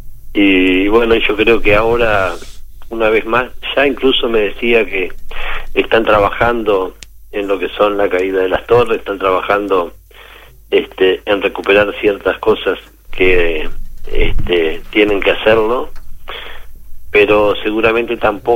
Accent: Salto, Uruguay; todos aquellos que somos parte del fútbol, pero que también somos salteños

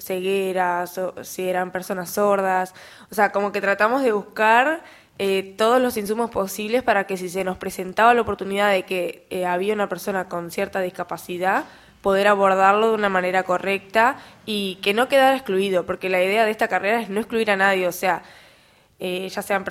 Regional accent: Montevideo, Uruguay; moved away as an adult; now in Fray Bentos, Uruguay; soy de Montevideo.

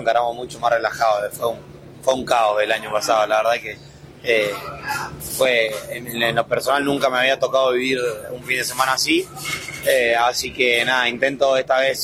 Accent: Mendoza, Argentina; Somos muchos mendocinos corriendo hoy

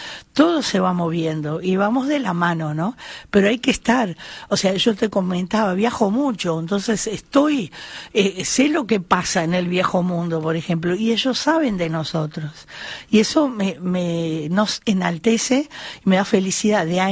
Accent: Uruguay

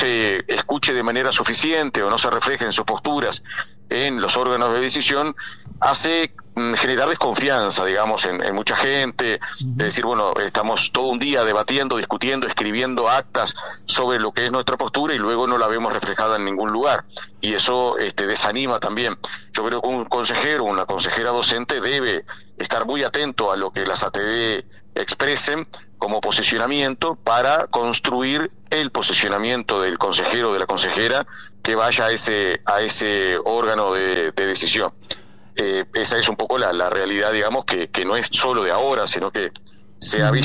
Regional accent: interior, Uruguay; la mayoría de quienes integramos la lista somos del interior, yo mismo soy del interior del país, y de hecho recorro todo el país desde hace muchos años

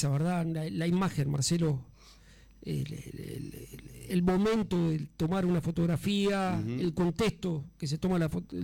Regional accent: Salto, Uruguay; porque somos salteños

